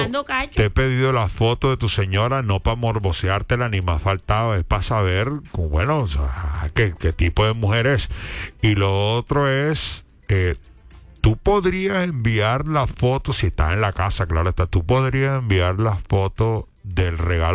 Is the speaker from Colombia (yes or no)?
yes; Colombia; now in United States; O sea, cuando yo vivía en Bogotá, yo respetaba que yo vivía en otra ciudad. Soy colombiano, pero yo respeto que tiene sus costumbres y sus vainas.